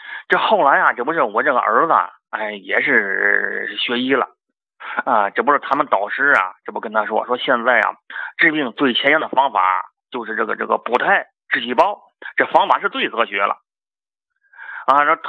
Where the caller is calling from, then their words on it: Shijiazhuang, Hebei, China; 我是河北石家庄的啊，一个新患者，新朋友啊。